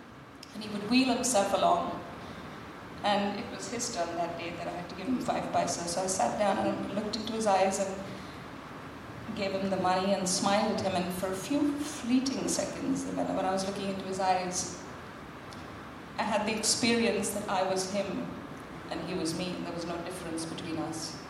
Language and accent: English; Mumbai, Maharashtra, India; I come from India. I grew up in a really small, very small connected neighborhood on the outskirts of Mumbai in a little suburb called Chembur.